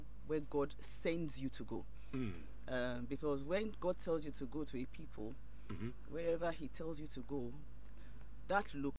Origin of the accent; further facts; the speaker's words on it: Nigeria; I'm from Nigeria. I'm not from Ghana.